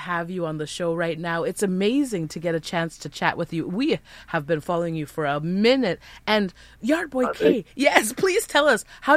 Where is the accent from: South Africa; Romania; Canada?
Canada; Ottawa, Ontario; born there; I was born out in Ottawa